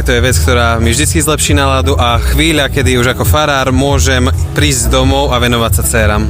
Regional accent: Dobrá Niva, Banská Bystrica Region, Slovakia; som z Dobrej, alebo pochádzam z Dobrej Nivy

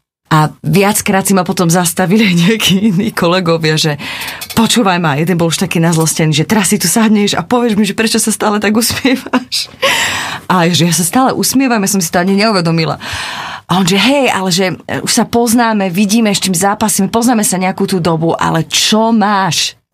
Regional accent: eastern Slovakia, Slovakia; Prebač, mimo. Ja som tiež z východu.

